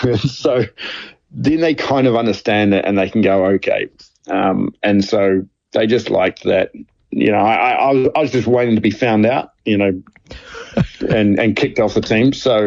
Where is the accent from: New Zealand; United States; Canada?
New Zealand; I think being a New Zealander actually, and having a Welsh coach as well, really helped